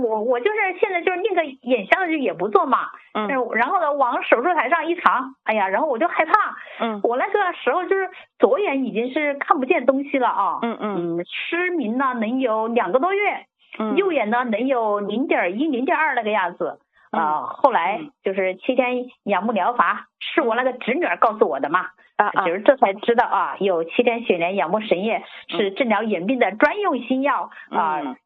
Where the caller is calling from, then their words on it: Wuhan, Hubei, China; 我是武汉的啊。